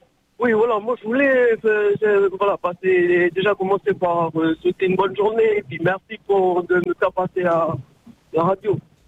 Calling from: North Province, New Caledonia; Venez chez nous, dans le Nord.

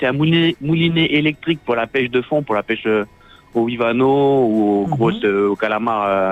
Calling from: Bourail, South Province, New Caledonia; Moi, je suis à Bourail, mais après, on peut s'arranger. S'il faut, je descends à Nouméa, des fois.

